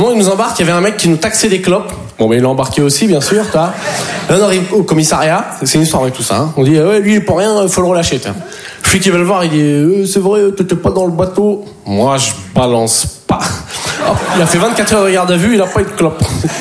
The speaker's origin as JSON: {"language": "French", "town": "Poitiers", "region": "Nouvelle-Aquitaine", "country": "France", "said": "Savoir que moi, en plus, je viens de Poitiers."}